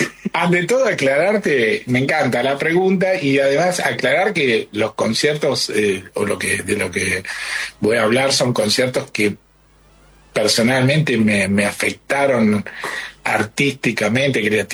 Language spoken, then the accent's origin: Spanish; Caseros, Buenos Aires Province, Argentina; Yo nací en Caseros, soy del conurbano, así que, pero este Tapiales es un poco más adentro, un conurbano más profundo que el lugar donde yo vivía.